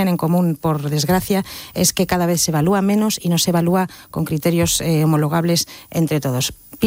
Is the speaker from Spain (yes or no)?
yes; Basque Country, Spain; Y luego yo como vasca pues estoy muy preocupada escandalizada por los resultados en el País Vasco.